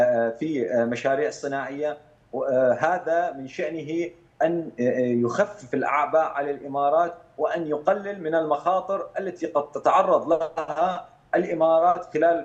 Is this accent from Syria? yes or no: yes; Syria; بالنسبه لنا كسوريين